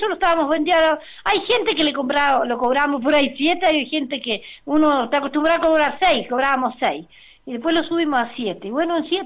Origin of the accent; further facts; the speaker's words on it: Las Ovejas, Neuquén, Argentina; moved away; Yo nací en Las Ovejas, para arriba, vivía en Ranquileo, allá. Mis abuelos eran chilenos. Ellos llegaron de Chile cuando mi papá tenía 5 años